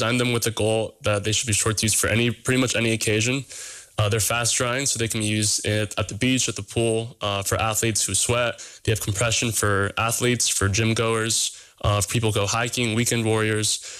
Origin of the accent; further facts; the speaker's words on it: Sacramento, California, United States; I'm from Sacramento, California